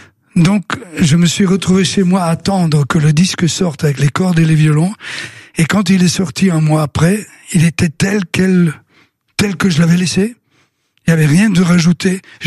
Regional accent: Belgium; parce que le directeur, chez nous en Belgique, s'appelait le préfet des études.

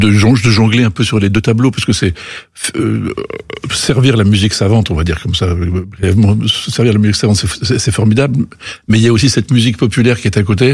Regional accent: Rome, Lazio, Italy; born there; Parce que je suis né à Rome et que donc je suis né pendant le séjour de mon père à la Villa Médicis.

